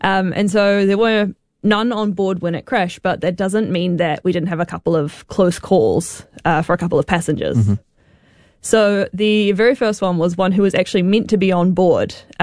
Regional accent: Tauranga, Bay of Plenty, New Zealand; I'm from Tauranga, mm-hmm. so very beachy, like Papamoa, very beachy

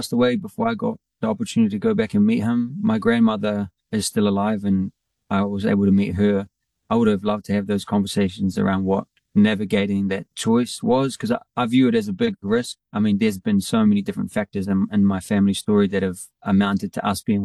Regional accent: Christchurch, Canterbury, New Zealand; also born or lived in Port Moresby, Papua New Guinea; I am a songwriter based in Christchurch. I was born in Port Moresby, Papua New Guinea in 1997 and soon after relocated to New Zealand, Aotearoa, and was raised here.

